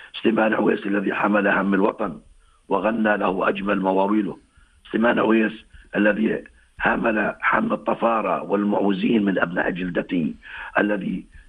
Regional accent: Ajloun Governorate, Jordan; مواليد قرية شوف لعام 1963، تربيت على أرضها وبين جبالها، وتخرجت الابتدائية والإعدادية والثانوية من مدارسها

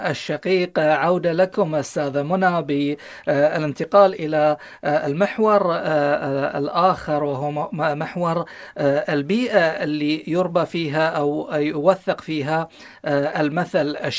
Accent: Bahrain; accent: Bahraini; نقصد في العيش إحنا في يعني لهجتنا البحرينية والخليجية الرز

